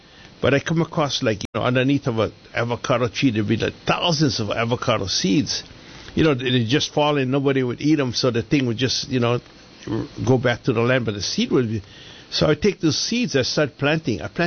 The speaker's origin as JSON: {"language": "English", "region": "Hawaii", "country": "United States", "tie": "born or raised there", "said": "So there's all these techniques that I learned as a native Hawaiian growing up in Hawaii."}